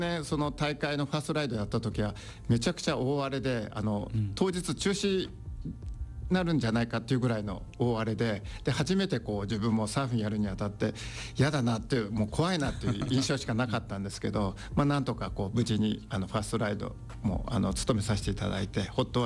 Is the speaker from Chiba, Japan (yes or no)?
yes; Kamogawa, Chiba, Japan; moved away as an adult; also born or lived in Tokyo / Osaka; あのうちの母親があの大阪出身なんですけども、まあ、私、まあ高校までは鴨川でずっといたんですけども、大学は東京に行って、でサラリーマン、大学卒業した後にサラリーマンになって、で東京、大阪の方に転勤になりまして